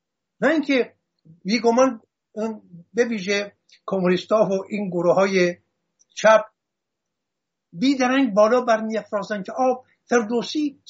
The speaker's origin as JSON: {"language": "Persian", "region": "Hamadan", "country": "Iran", "tie": "born there", "said": "شاهنشاه داریوش بزرگ در سنگ نبشتهی که در گنجنامه همدان زادگاه من برای ما به یادگار گذاشت"}